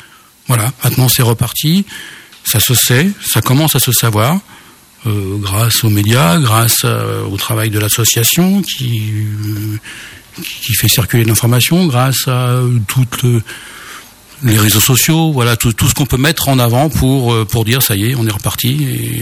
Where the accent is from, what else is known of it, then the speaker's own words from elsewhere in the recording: Mulhouse, Grand Est, France; moi je viens de la banlieue de Mulhouse.